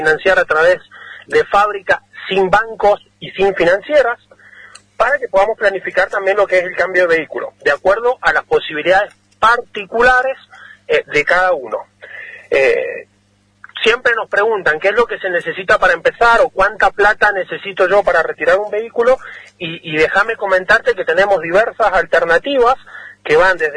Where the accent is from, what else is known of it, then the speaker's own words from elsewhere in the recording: Malargüe, Mendoza, Argentina; soy de acá de Malargüe, soy vecino